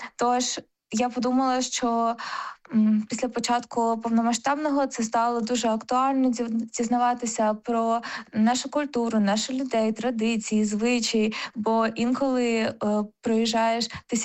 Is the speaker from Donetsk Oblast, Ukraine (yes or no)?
no; Sumy Oblast, Ukraine; а я якраз з Сумщини